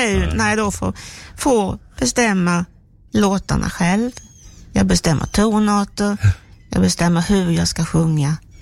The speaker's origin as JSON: {"language": "Swedish", "town": "Steninge", "region": "Halland County", "country": "Sweden", "tie": "born or raised there", "moved": "as an adult", "lives_now": "Växjö, Sweden", "said": "jag trivs väldigt bra i Växjö, men jag saknar ju havet. Jag är ju som från Steninge, det ligger vid havet alldeles, och vårt gamla hus som finns kvar, det ligger nära havet"}